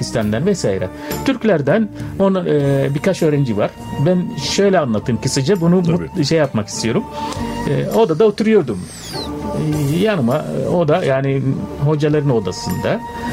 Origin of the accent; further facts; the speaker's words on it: Sudan; Turkish is a second language; now in Turkey; Efendim, siz dediğiniz gibi hocam, ben Sudanlıyım. … Bizim orada soyad kullanmıyoruz.